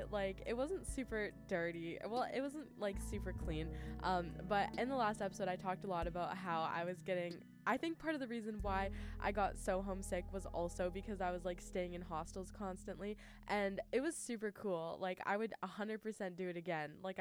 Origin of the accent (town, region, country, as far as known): Prince George, British Columbia, Canada; born or raised there